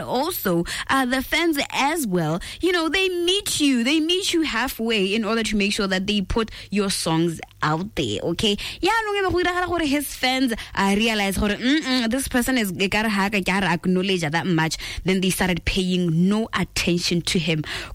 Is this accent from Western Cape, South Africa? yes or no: no; Mutshwedi, North West, South Africa; But hella in general, speaking of which, I'm from Mutshwedi